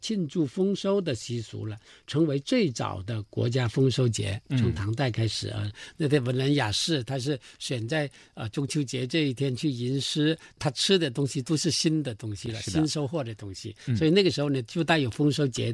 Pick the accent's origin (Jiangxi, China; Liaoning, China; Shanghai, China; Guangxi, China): Guangxi, China; 我们广西壮族